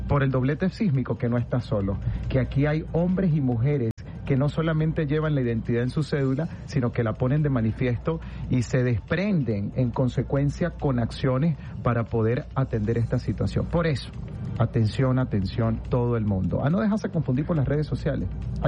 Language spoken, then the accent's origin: Spanish; Venezuela; Esos somos los venezolanos de verdad